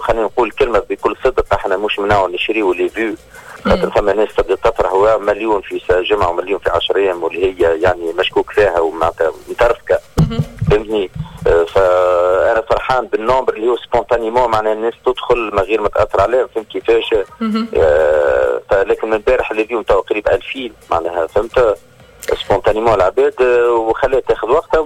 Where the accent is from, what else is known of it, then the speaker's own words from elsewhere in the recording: Tunisia; أنا تونسي